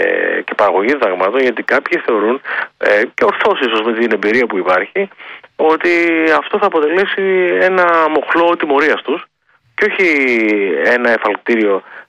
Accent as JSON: {"language": "Greek", "town": "Kalavryta", "region": "Western Greece", "country": "Greece", "said": "κατάγομαι από τα Καλάβρητα."}